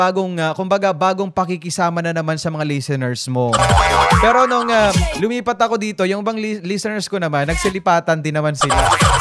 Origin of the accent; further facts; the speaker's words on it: Palapag, Eastern Visayas, Philippines; moved away; pag umuwi ako sa Palapag